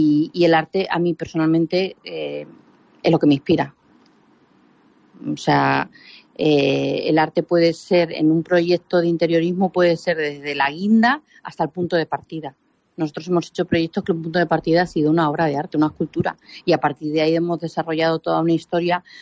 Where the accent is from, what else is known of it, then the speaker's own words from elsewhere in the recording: Ciudad Real, Castilla-La Mancha, Spain; also born or lived in Moral de Calatrava; now in Madrid, Spain; He de decirte que yo nací en Madrid, solamente nací aquí. Viví en Moral de Calatrava hasta los 8 años y luego ya viví en Ciudad Real